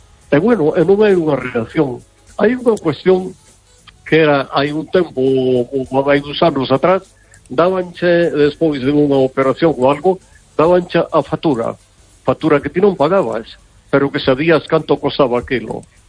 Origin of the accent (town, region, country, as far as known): Vigo, Galicia, Spain